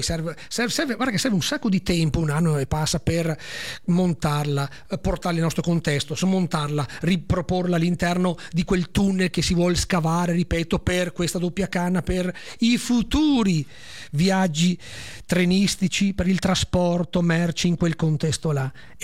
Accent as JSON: {"language": "Italian", "region": "Veneto", "country": "Italy", "said": "sindaco di una realtà paesaggistica in provincia di Treviso, alle nostre parti"}